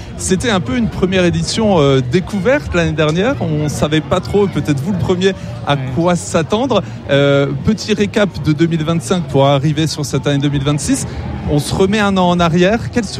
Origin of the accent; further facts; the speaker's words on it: Lyon, Auvergne-Rhône-Alpes, France; à Blandan, comme on dit ici quand on est lyonnais.